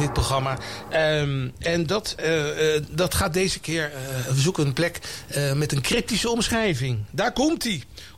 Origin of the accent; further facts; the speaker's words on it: The Hague, South Holland, Netherlands; born there; ik ben in het Statenkwartier geboren.